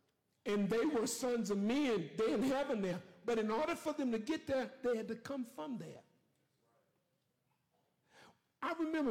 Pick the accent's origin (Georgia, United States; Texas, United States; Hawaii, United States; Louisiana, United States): Texas, United States; Huntsville; born there